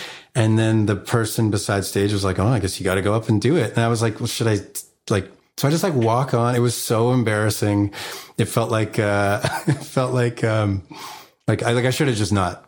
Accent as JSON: {"language": "English", "town": "Vancouver", "region": "British Columbia", "country": "Canada", "tie": "born or raised there", "said": "I'm from Vancouver"}